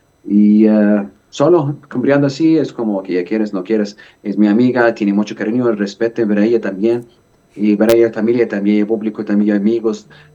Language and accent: Spanish; Mexico; quiero visitar a mi familia en diciembre, la verdad, porque estoy mexicano ahorita. Tengo obligación como mexicanos en diciembre.